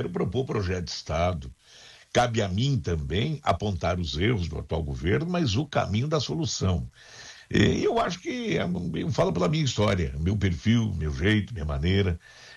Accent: Santa Catarina, Brazil; also born or lived in Rio Grande do Sul / Pinhalzinho; now in Chapecó, Brazil; Eu sou de Santa Catarina, gaúcho, mas catarinense. Mas começou ali, Pinhãozinho, ali é meu lugar.

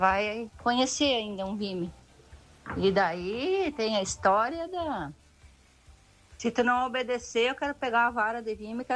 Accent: Rio Rufino, Santa Catarina, Brazil; now in Pinhalzinho, Brazil; E é a minha terra natal, é Rio Rufino, sim. Eu já tô há 35 anos para cá, com a Pinhalzinha, né? Morei em Serral. E é uma cidade muito boa de viver. Cidade pequena, é menor que Modelo. É bem pequenininha, poucos habitantes.

